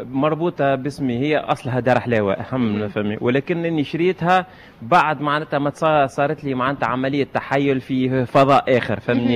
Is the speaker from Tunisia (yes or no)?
yes; Sousse, Sousse Governorate, Tunisia; ليني ولد المدينة وولد سكان المدينة.